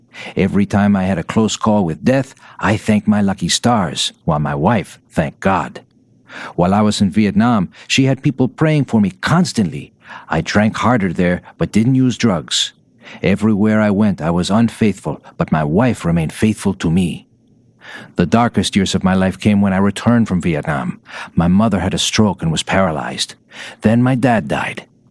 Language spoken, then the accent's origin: English; Mission, Texas, United States; born there; I was born in Mission, Texas, about 15 miles north of the Rio Grande, and my parents never learned to speak English or went to church.